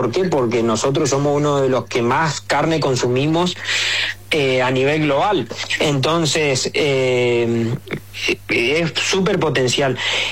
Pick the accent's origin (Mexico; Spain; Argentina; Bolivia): Argentina; Nosotros como latinos, o sea, como argentinos más que nada, viste que nosotros, no sé, nos levantamos el domingo, preparamos los matecitos, prendemos el fuego